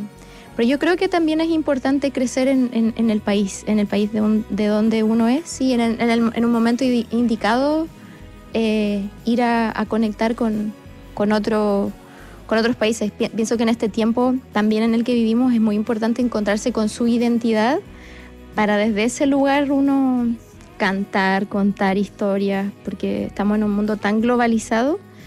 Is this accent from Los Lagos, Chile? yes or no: no; Valdivia, Los Ríos, Chile; Sí, mi ciudad natal.